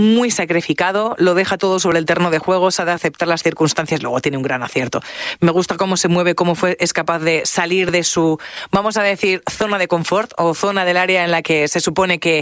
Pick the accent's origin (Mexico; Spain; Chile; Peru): Spain